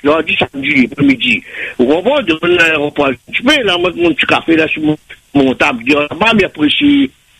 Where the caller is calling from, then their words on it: Réunion; Nous, les Réunionnais, avant tout